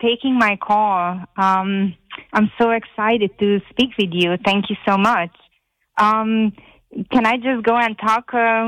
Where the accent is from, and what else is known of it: Hungary; born or raised there; moved away as an adult